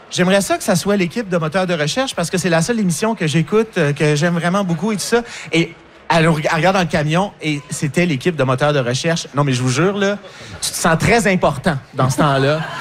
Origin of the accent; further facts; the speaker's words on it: Montreal, Quebec, Canada; Parce que quand on vient de Montréal, pour nous, c'est comme pas mal la limite, mais quand on est en Abitibi, il y a du nord en haut, là.